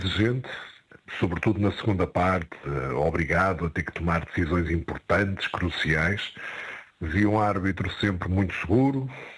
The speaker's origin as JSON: {"language": "Portuguese", "country": "Portugal"}